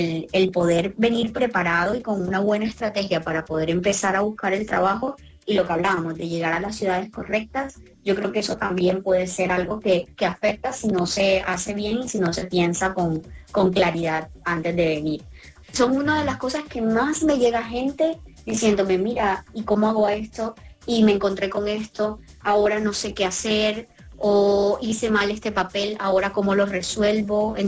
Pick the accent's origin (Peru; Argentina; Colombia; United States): Colombia